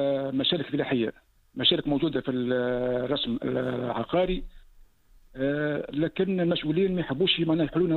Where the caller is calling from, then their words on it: North West Tunisia, Tunisia; من احد ولايات الشمال الغربي.